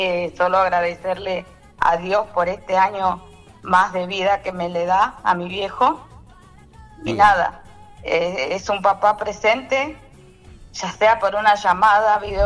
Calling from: Buenos Aires, Argentina; Estoy trabajando acá en Buenos Aires.

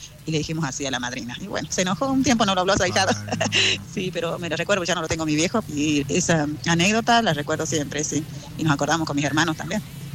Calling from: General Pizarro, Salta, Argentina; yo soy anteña de Pizarro

